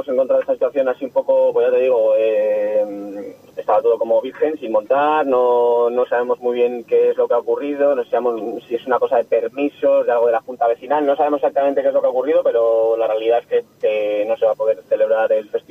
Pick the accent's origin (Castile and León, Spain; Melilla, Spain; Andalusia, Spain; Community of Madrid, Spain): Castile and León, Spain; León; yo y Humbert, mi hermano, somos de León. Estamos aquí en la provincia